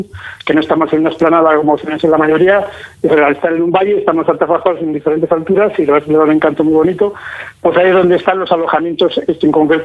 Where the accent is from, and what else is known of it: Pradoluengo, Castile and León, Spain; born or raised there